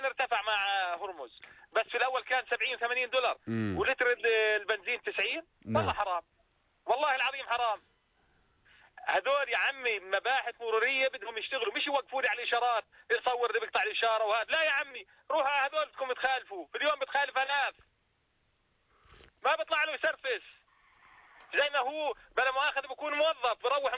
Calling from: Zarqa, Zarqa Governorate, Jordan; عندنا في الزرقاء

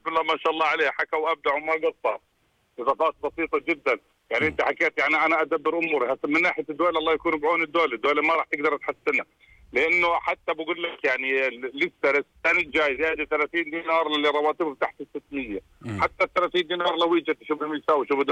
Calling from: Irbid, Irbid Governorate, Jordan; عندنا في اربد

